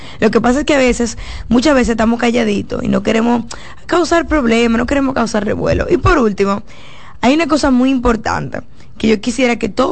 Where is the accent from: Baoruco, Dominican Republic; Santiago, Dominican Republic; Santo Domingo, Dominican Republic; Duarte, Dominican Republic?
Santo Domingo, Dominican Republic; Santo Domingo Oeste; yo que vengo de Santo Domingo Oeste, de Querrera, que es una zona industrial que siempre lo ha sido punta de lanza de este país